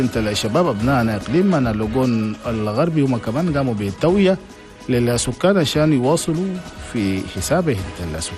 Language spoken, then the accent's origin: Arabic; Chad